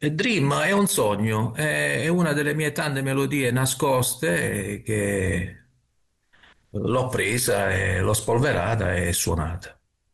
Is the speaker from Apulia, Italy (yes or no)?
yes; Apulia, Italy; questa mia terra, che è la Capitanata, che parte dai Monti Dauni e va fino al Gargano